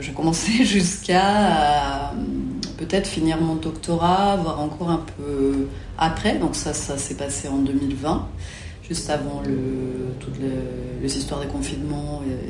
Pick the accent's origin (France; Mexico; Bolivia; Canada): Mexico; moi, je commençais à faire de la photo quand j'étais ado au Mexique.